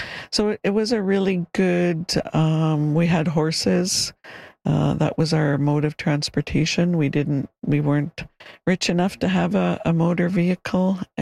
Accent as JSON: {"language": "English", "town": "Dog Creek", "region": "British Columbia", "country": "Canada", "tie": "born or raised there", "said": "I grew up with Granny in Khatstam, it's called, in my Shawetmuk or Shuswap language, called Deep Valley. It was a mountain, a ravine, and otherwise known as Dog Creek."}